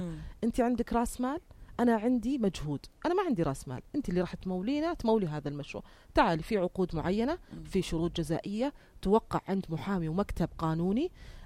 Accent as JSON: {"language": "Arabic", "country": "Jordan", "said": "إحنا عندنا في الأردن"}